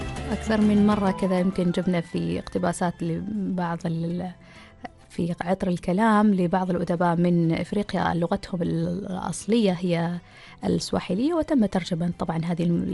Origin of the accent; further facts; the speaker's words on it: Oman; في أشخاص أيضا عندنا في عمان ما شاء الله يتكلموا مثلا اللغة الهندية أو الملبارية وكذلك، لأن عندنا نسبة أيضا من الوافدين العاملين هنا في سلطنة عمان.